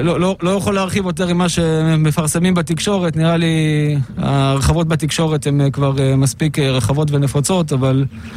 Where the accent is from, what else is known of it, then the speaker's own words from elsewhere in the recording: Southern District, Israel; אני מאזור הדרום.